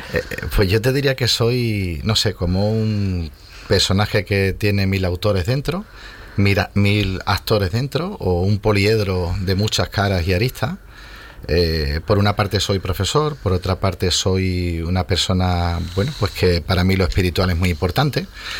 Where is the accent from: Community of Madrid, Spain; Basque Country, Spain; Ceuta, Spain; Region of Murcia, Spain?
Ceuta, Spain; moved away as an adult; now in Almería, Spain; Él es de Ceuta, yo soy de Ceuta.